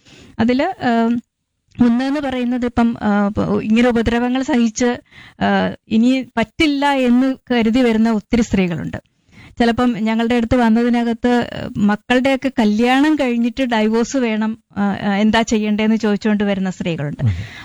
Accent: Kottayam, Kerala, India; now in Thiruvananthapuram, India; ഞാൻ കോട്ടയത്തു നിന്ന് തിരുവനന്തപുരത്ത് വന്ന് താമസിക്കുന്ന ആളാണ്.

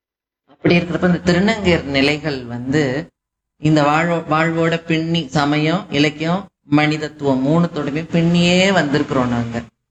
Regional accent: Madurai, Tamil Nadu, India; நாங்க பிறந்தது மதுரையில.

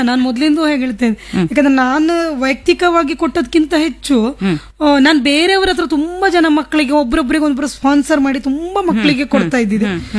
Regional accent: Okkavadi, Karnataka, India; ನನ್ನ ಊರು ಒಕ್ಕವಾಡಿ

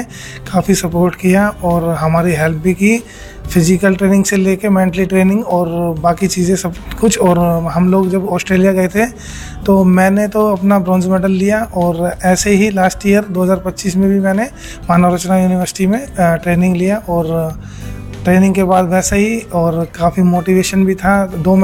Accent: Baghpat, Uttar Pradesh, India; और मैं बागपत उत्तर प्रदेश का रहने वाला हूँ

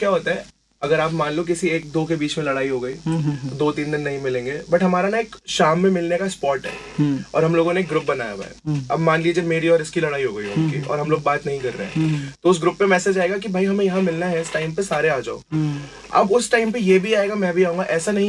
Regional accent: Moradabad, Uttar Pradesh, India; मैं civil line से।

